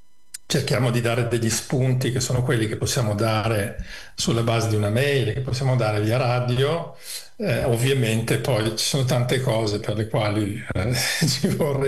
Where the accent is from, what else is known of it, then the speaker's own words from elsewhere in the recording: Emilia-Romagna, Italy; dalle mie parti, io in Emilia si direbbe da su